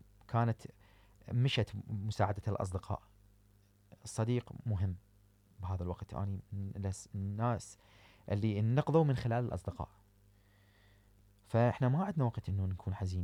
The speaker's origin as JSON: {"language": "Arabic", "country": "Iraq"}